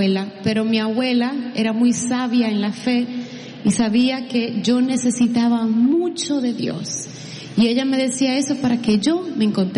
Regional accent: Santiago, Dominican Republic; Yo nací en Santiago, República Dominicana, que es la segunda capital de mi país, y duré 9 años viviendo ahí.

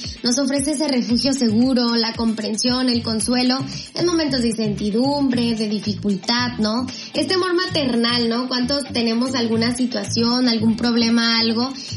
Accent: Mexico; nosotros como mexicanos

